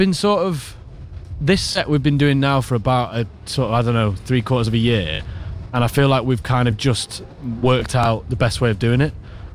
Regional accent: Dronfield, East Midlands, United Kingdom; so I do Sheffield gigs and go, I'm from Dromfield, and I get boos normally.

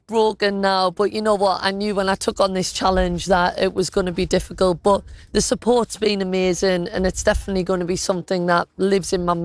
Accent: Sunderland, North East England, United Kingdom; But I'm from Sunderland, so I'm used to it.

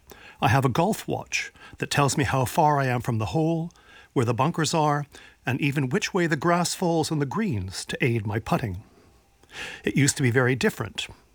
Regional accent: Toronto, Ontario, Canada; Growing up in Toronto, I can remember using a city street guide, which listed the names of all the thoroughfares, the crossroads, and the street numbers

